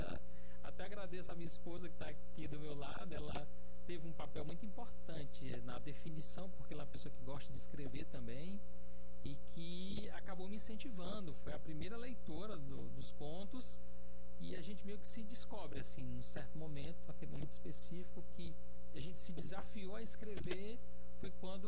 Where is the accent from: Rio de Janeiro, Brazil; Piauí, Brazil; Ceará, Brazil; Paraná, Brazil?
Ceará, Brazil; Juazeiro do Norte; Eu sou da primeira geração que nasceu na cidade, meus pais são da zona rural, migraram para a cidade. Eu sou de Juazeiro do Norte